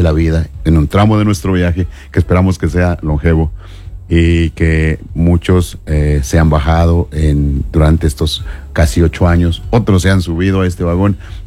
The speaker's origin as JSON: {"language": "Spanish", "area": "La Libertad", "region": "Carchi", "country": "Ecuador", "said": "porque yo soy de la Libertad."}